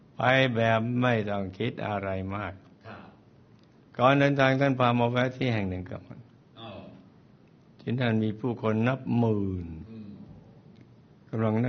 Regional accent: Nakhon Ratchasima, Thailand; ผมเนี่ยเป็นคนโคราชบ้านเอง

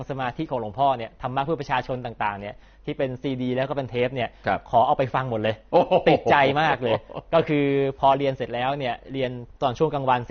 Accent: Buriram, Thailand; เกิดที่บุรีรัมย์โตที่บุรีรัมย

